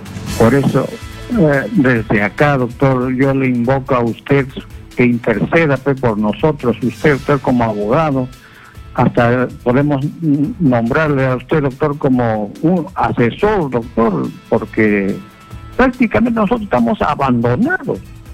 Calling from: Colca, Junín, Peru; yo soy del distrito de Colca, del distrito de Chacapampa, Carhuacayanga, todos esos pueblitos, Chongosalto, todos esos pueblitos

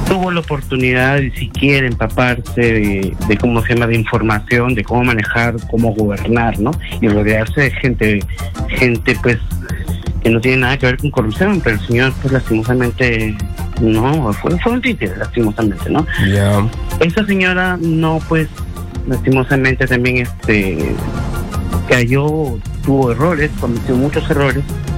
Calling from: Peru; Nosotros las personas peruanas tratamos de educarnos, de tener más información.

